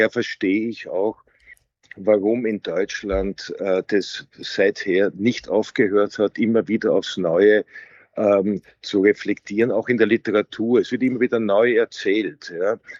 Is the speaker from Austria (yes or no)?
yes; Austria; als Österreicher, verstehe ich es natürlich vielleicht besser